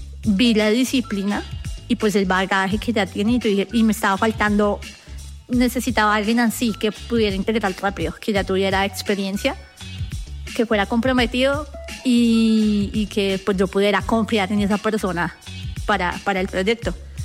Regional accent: Bogotá, Colombia; yo soy de Suba, pero trabajé muchas cosas en Ingativá.

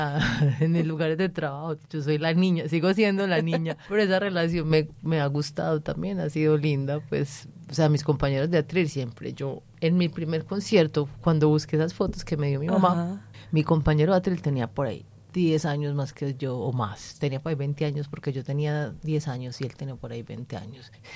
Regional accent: Medellín, Antioquia, Colombia; Y yo soy de Aranjuez.

